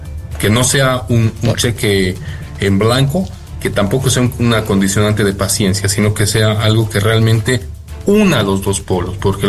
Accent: Bolivia; Nuestro estado natural es la crisis, como bolivianos.

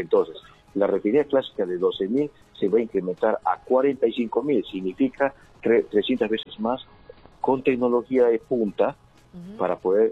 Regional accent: Pucallpa, Ucayali, Peru; desde Pucallpa de mi tierra

